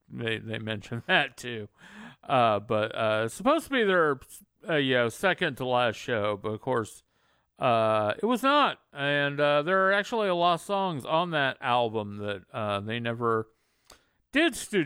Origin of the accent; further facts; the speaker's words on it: Texas, United States; I told him, you know, I was from Texas.